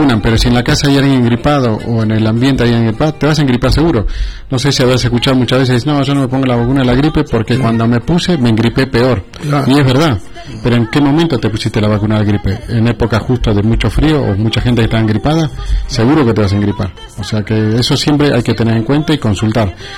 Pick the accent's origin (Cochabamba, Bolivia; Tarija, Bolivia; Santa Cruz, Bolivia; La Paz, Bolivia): La Paz, Bolivia; moved away; Nosotros, porque nosotros que somos de La Paz